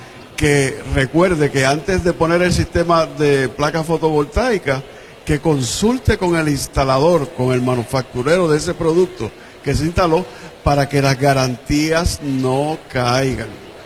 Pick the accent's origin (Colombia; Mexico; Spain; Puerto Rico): Puerto Rico; estamos fabricando aquí en Puerto Rico, somos puertorriqueños.